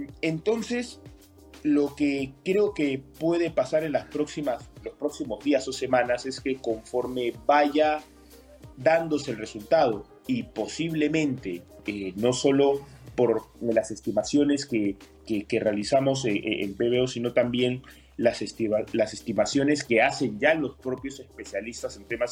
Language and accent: Spanish; Peru; No, yo soy peruano. Ah, yo soy de aquí, de Perú.